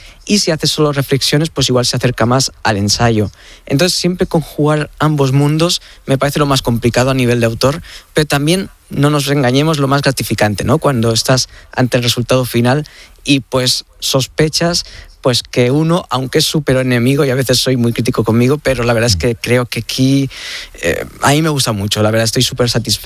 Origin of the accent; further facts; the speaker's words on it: Tarragona, Catalonia, Spain; moved away as an adult; now in Madrid, Spain; Yo soy de Tarragona, vivo en Madrid desde el 2014